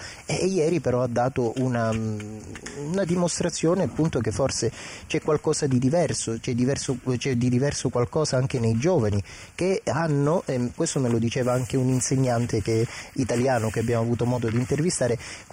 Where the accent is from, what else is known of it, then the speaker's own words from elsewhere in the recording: Southern Italy, Italy; io vengo dal sud dell'Italia, pensavo appunto alla mia città